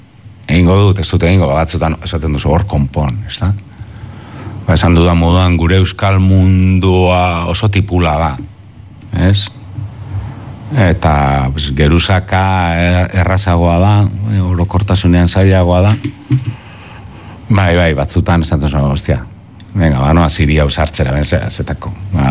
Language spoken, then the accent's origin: Basque; Basque Country, Spain; euskalduna naiz